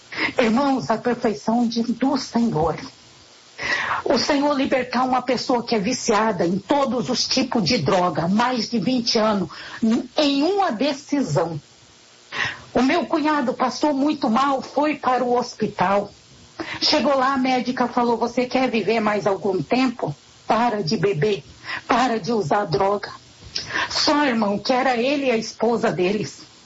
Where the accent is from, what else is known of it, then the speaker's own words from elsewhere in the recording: Mato Grosso do Sul, Brazil; sou aqui da cidade de Coxê, Mato Grosso do Sul.